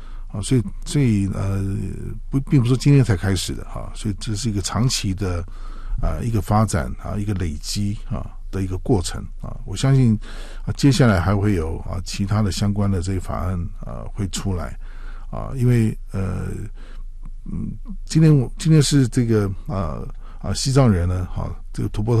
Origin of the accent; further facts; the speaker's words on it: Taiwan; 香港人甚至包括我们台湾人都面临了这个这个中国大陆他最近在推动什么这个民族团结促进法